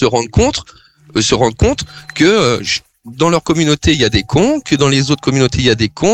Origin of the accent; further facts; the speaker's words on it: Auvergne-Rhône-Alpes, France; il y a 30 ans, quand j'étais gamin, dans l'Isère